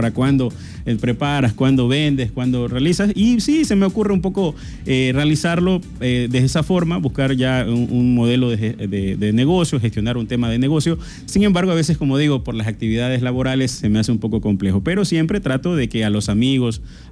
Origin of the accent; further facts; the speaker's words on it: Esmeraldas, Ecuador; also born or lived in Guayaquil; now in Santo Domingo, Ecuador; ser ecuatoriano, porque si bien es cierto, soy esmeraldeño, ahora vivo en Santo Domingo, pero también viví en Guayaquil.